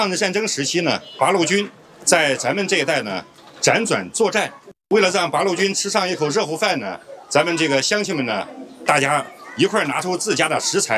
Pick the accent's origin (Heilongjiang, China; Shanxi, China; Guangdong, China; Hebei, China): Shanxi, China; Qi County; 像这道美食呢，我们祁县人呢都会做。